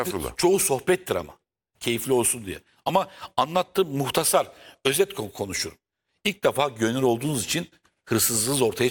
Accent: Kadıköy, Istanbul, Turkey; Ben Kadıköylüyüm.

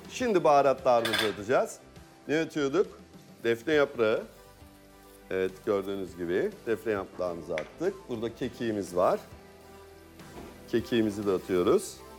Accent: Aydın, Turkey

